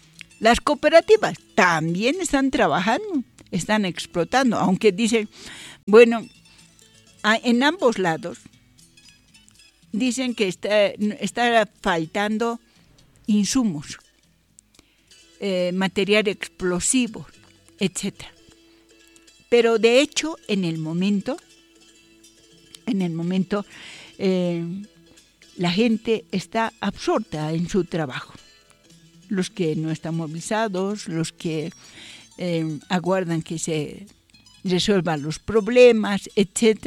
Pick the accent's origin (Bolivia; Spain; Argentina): Bolivia; De lo inmensamente ricos que somos los bolivianos.